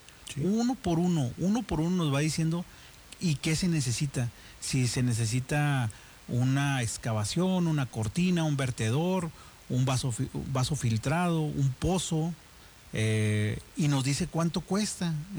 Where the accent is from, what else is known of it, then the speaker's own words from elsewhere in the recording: Mexico; Vestidos de mexicanos siendo mexicanos en México. Pero bueno, solo nosotros entendemos nuestras tradiciones.